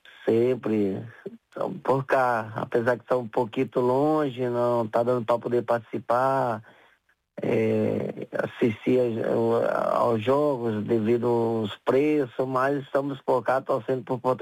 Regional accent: Maranhão, Brazil; Eu nasci no Maranhão, sou do Maranhão, da zona do Maranhão.

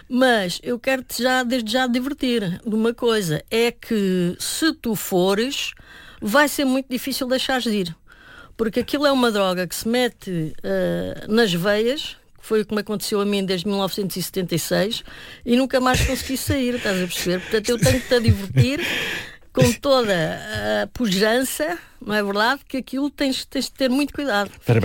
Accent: Alentejo, Portugal; eu sou alentejana e também passo algum tempo da minha vida lá pelo Alentejo.

